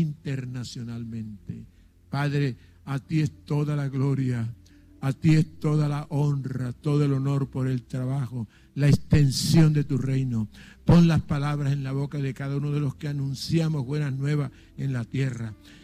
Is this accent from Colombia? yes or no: yes; Colombia; de nuestra ciudad, de nuestro país, Colombia.